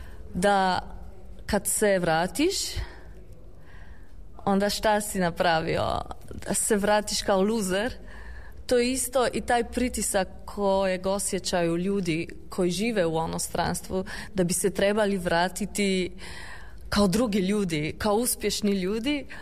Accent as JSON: {"language": "Croatian", "country": "Slovenia", "said": "kod nas u Sloveniji"}